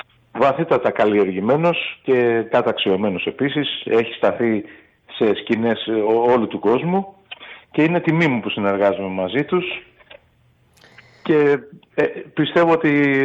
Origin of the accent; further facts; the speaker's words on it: Kefalonia, Ionian Islands, Greece; Αν και είμαι Κεφαλονίτης, εγώ αισθάνομαι βαθύτατα Έλληνας